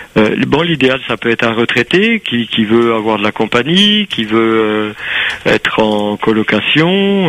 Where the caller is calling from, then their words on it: Perpignan, Occitanie, France; Moi, je suis à Perpignan.